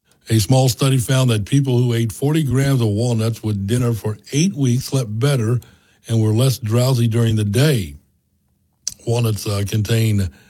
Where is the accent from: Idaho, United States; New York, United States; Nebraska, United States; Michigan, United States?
Nebraska, United States; Falls City; I grew up in Falls City, Nebraska, and we had walnut trees in our yard.